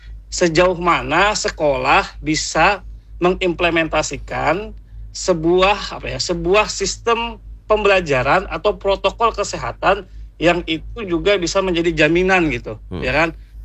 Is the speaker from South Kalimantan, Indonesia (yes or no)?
yes; Banjarmasin, South Kalimantan, Indonesia; kita sebagai warga Banjarmasin